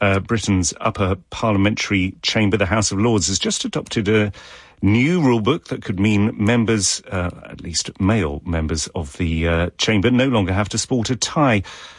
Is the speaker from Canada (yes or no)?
no; South Africa; I hesitate to tell you as a South African woman, but South African women are saying